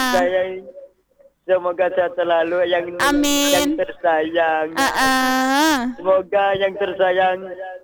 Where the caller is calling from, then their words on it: Bangkalan, East Java, Indonesia; Salam kenal dari … dari Bangkalan Madura, Desa Langkap Pur, Kecamatan Burneh, Kabupaten Bangkalan.